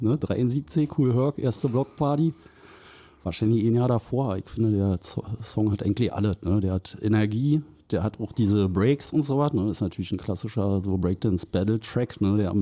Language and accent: German; Berlin, Germany; Geboren in Pankow und aufgewachsen Friedrichshain und dann nach Schöneweide.